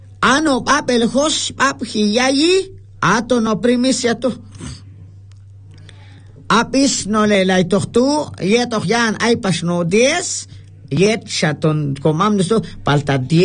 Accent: Guatemala; Entonces somos personas qu

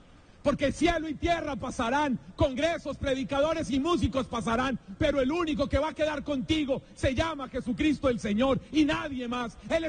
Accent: Colombia; soy colombiano.

